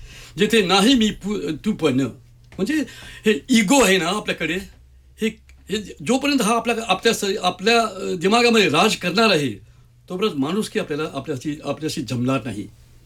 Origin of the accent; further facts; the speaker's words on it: Maharashtra, India; मराठी, मी मराठी माणूस, मी मराठी शिकलेला माणूस, मराठी टीचर होतो मी